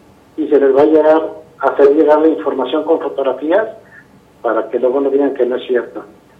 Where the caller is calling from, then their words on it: Fresnillo, Zacatecas, Mexico; De aquí de Tresillo.